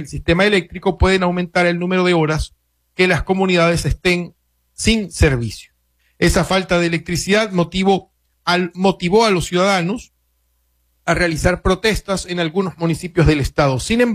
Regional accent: Venezuela; donde se genera la mayoría de los efectos climáticos que nos afectan como país, como venezolanos.

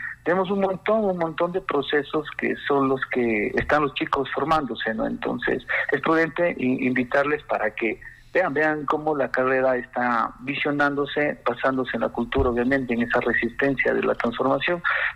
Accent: Ecuador; nosotros como ecuatorianos

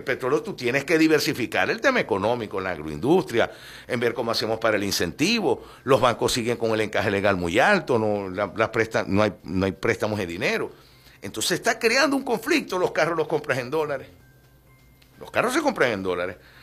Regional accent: Venezuela; como venezolanos nos preguntamos, ¿dónde está el dinero?

